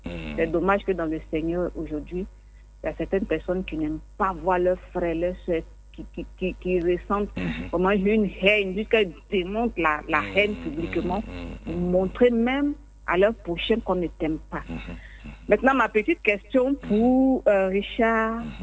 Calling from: Yopougon, Abidjan, Côte d’Ivoire; je suis à Yopougon

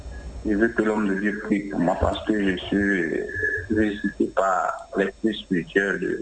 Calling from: Abidjan, Côte d’Ivoire; J'appelle de la Croix, à la Croix, Riviera 3.

